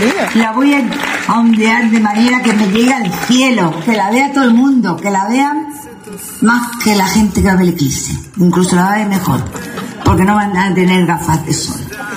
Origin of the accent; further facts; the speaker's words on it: Málaga, Andalusia, Spain; Mi madre tuvo el honor y el gusto de parirme en Málaga. Bueno, a mí y a mis hermanos.